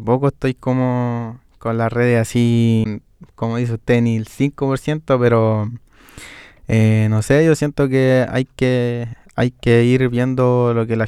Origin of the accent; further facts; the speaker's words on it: Cerro Navia, Santiago Metropolitan Region, Chile; Yo soy de Cerro Navia, entonces una comuna que, o cosas así, pero en sí uno como que todas esas cosas que uno vivió de chico trató de sacarla a una canción